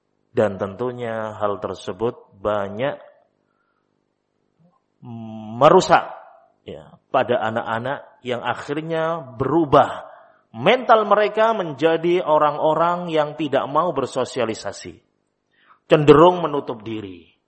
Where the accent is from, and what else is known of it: Java, Indonesia